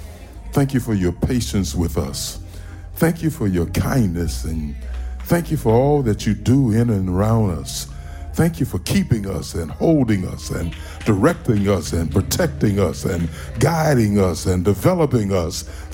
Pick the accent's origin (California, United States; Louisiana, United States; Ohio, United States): Louisiana, United States; Baton Rouge; I'm from Baton Rouge, Louisiana